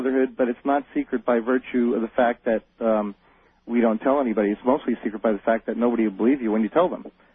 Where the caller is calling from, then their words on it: San Jose, California, United States; I'm calling from San Jose, California.